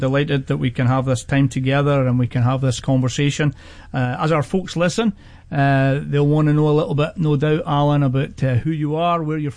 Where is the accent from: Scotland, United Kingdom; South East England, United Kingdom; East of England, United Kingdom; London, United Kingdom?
Scotland, United Kingdom; now in Sacramento, United States; my bias as a Scotsman.